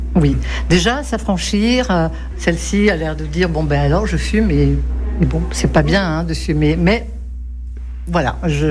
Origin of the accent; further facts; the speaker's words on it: Bastia, Corsica, France; also born or lived in Africa / Paris; Je suis de Bastia. J'ai tout le temps vécu, en Afrique. À Paris, donc je suis déracinée et je suis rentrée en Corse il y a 4 ans, définitivement.